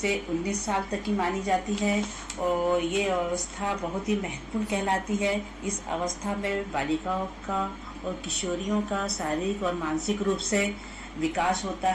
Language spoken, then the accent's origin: Hindi; Betul district, Madhya Pradesh, India; मैं डिस्ट्रिक्ट बैतूल की रहने वाली हूँ